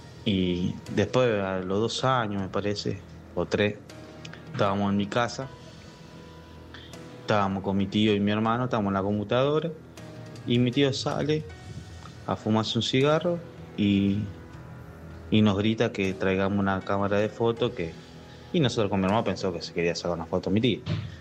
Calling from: Chivilcoy, Buenos Aires Province, Argentina; soy de Chivilcoy.

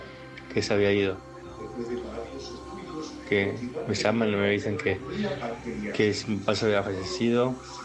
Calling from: Bella Vista, Buenos Aires Province, Argentina; Yo soy acá de Bellavista y mi papá vivía en Guernica, zona sur.

